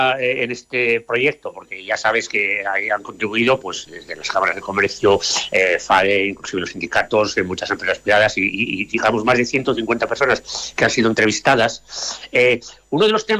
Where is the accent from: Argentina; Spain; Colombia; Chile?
Spain; Asturias; moved away; O sea, salí de Asturias en el año 80 y soy un convencido que salir de Asturias no es un problema, sino al contrario, uno completa su formación fuera, ¿no?